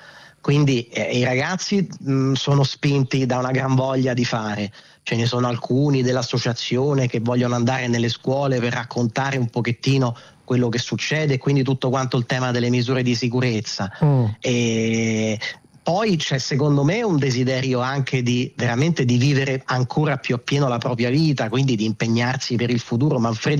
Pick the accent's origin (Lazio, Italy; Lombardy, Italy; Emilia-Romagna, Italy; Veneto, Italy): Lazio, Italy; Rome; Noi siamo di Roma, siamo gli unici di Roma